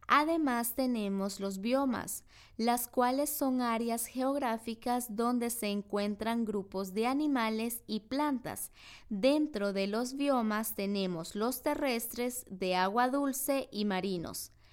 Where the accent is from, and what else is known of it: Honduras